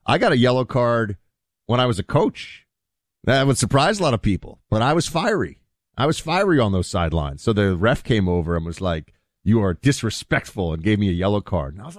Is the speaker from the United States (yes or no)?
yes; New York City, New York, United States; I'm from New York City. People were a little bit tough in the boroughs there. It wasn't always so nice.